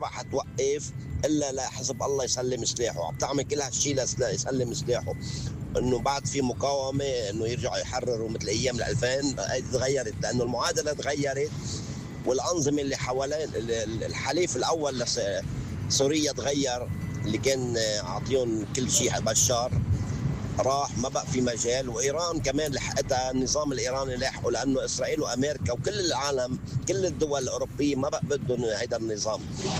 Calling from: Lebanon; نحن كلنا خسرانين كلبنانيه

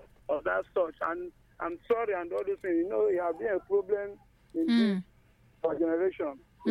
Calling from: Benue, Nigeria; I'm calling from Ubokolo, Benue State.

